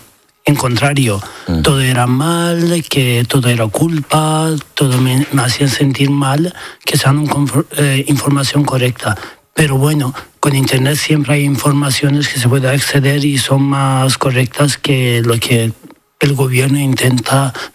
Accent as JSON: {"language": "Spanish", "country": "Iran", "second_language": "Spanish", "said": "A ver, ser homosexual en mi país está, no es algo que se habla ni en la educación, ni en el sistema, ni políticamente"}